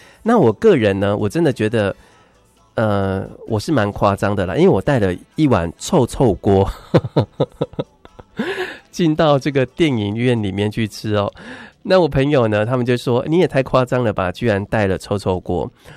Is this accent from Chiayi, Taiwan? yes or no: no; Kaohsiung, Taiwan; moved away; 因为我是高雄人，